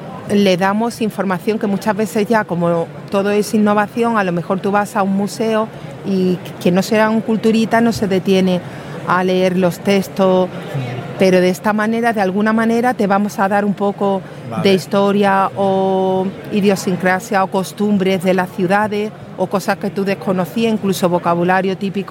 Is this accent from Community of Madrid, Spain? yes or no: no; Málaga, Andalusia, Spain; accent: Málaga; no sé si se notará por el acento que soy de Málaga.